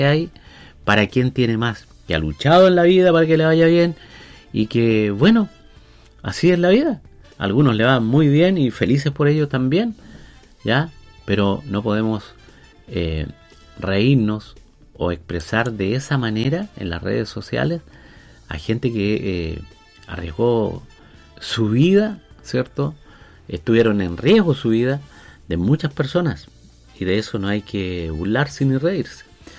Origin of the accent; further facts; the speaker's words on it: Chile; la mentalidad que tenemos nosotros como chilenos